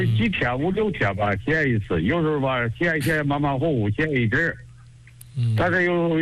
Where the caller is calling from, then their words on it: Zhao County, Hebei, China; 我是赵县的。